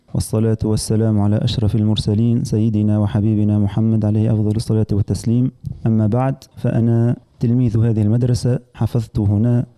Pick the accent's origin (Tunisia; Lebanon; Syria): Tunisia; بلدنا تونس